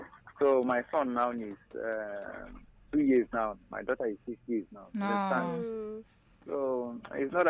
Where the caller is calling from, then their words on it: Kano, Nigeria; I'm the fashion designer. I'm calling from Kano Naban.